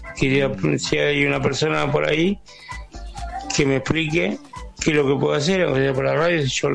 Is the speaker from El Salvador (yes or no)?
no; Junín, Buenos Aires Province, Argentina; soy de Junín.